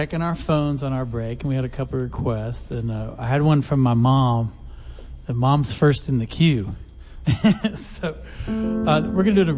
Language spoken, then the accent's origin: English; Texas, United States; And as a Texan, it reminded me a little bit of Luckenbach. Y'all know Luckenbach, right?